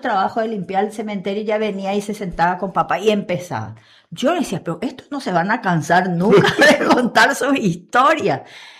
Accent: Paraguay; nosotros que somos paraguayos

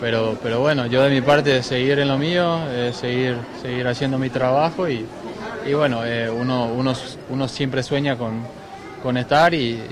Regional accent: Paraguay; moved away; muy contento por volver a mi país.

